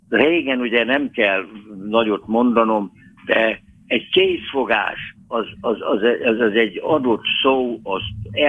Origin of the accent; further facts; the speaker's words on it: Szabolcs-Szatmár-Bereg, Hungary; born there; egy nyíregyháza melletti faluban laktunk, illetve apám, hát én akkor még nem születtem meg